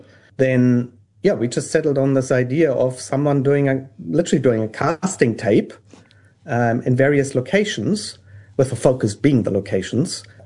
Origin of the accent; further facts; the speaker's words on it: Germany; moved away as an adult; And I'm from Germany. I lived in Germany at the time.